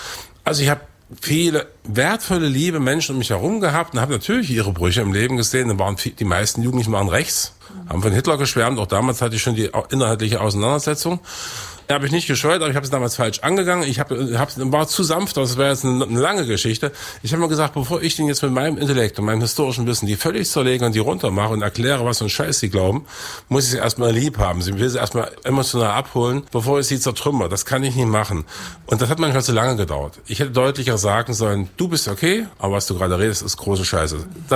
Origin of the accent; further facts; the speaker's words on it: Weißenfels, Saxony-Anhalt, Germany; also born or lived in Eisleben; Ja, ich bin in Eisleben geboren, in Weißenfels aufgewachsen. Also es ist mein Ursprungsfluidum dieser proletarisch geprägte Kultur des Industriedreieckes.